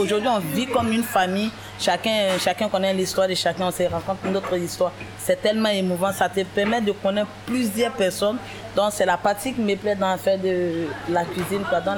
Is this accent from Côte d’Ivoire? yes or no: yes; Côte d’Ivoire; now in France; je suis ivoirienne.